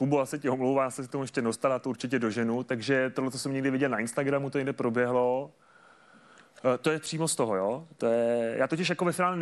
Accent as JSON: {"language": "Czech", "town": "Pardubice", "region": "Pardubice Region", "country": "Czechia", "said": "Já jsem z Pardubic"}